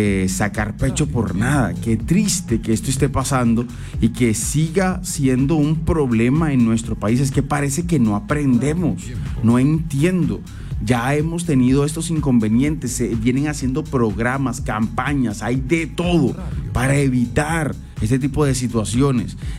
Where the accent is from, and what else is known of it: Colombia